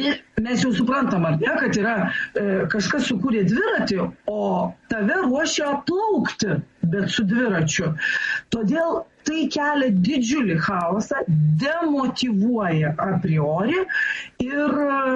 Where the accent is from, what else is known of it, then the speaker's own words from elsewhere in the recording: Švenčionys, Vilnius County, Lithuania; mano gimtojo miesto Švenčionių gimnaziją ir kokią nors Kauno gimnaziją